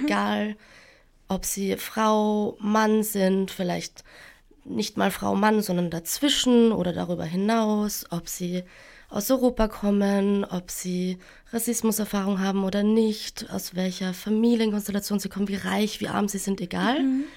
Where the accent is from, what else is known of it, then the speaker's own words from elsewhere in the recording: Graz, Styria, Austria; moved away as an adult; now in Berlin, Germany; ich bin 28, bin in Graz aufgewachsen und wohne seit ein paar Jahren in Berlin